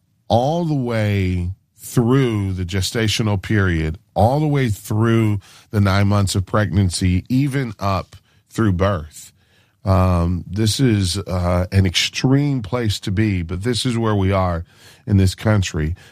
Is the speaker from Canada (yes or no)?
no; Michigan, United States; my home state of Michigan